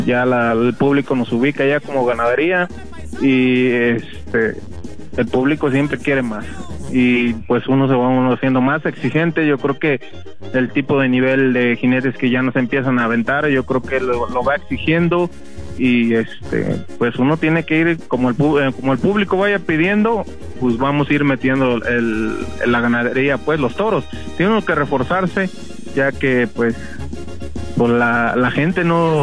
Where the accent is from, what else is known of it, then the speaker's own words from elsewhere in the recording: Mexico; Yo creo que aquí a mi pueblo le gusta ver buenos agarrones